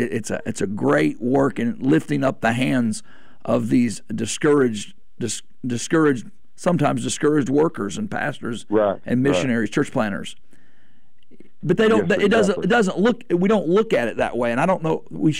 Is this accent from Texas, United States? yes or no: no; Omaha, Arkansas, United States; I grew up in Arkansas, right on the Arkansas Missouri state line right there.